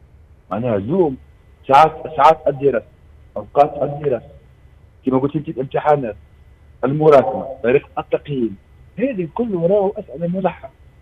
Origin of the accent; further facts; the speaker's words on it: Tunisia; كما نشوفوها نحن اليوم اللي عندنا في تونس